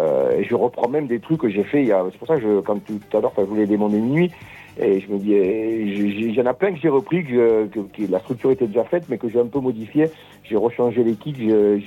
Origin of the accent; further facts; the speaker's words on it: Occitanie, France; born there; On sera dans mon village natal, comme chaque année.